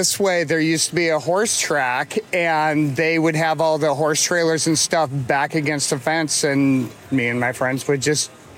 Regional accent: Salem, Oregon, United States; I grew up in Salem.

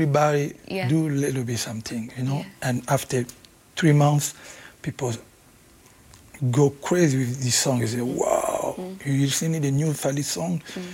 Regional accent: Kinshasa, DR Congo; English is a second language; I never speak Swahili when I grew up in Kinshasa. I speak just Lingala, a little bit French.

